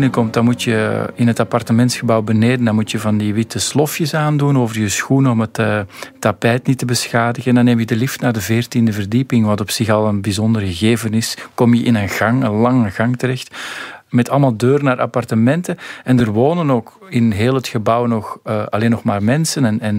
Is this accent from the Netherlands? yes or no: no; Antwerp, Belgium; We vergeten Linkeroever vaak wel eens als Antwerpenaar dan.